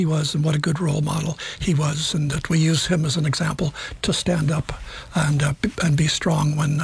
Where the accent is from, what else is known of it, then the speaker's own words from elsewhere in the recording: Cold Bay, Alaska, United States; I was raised in Cold Bay, tiny town. As a young Aleut boy, I was really naive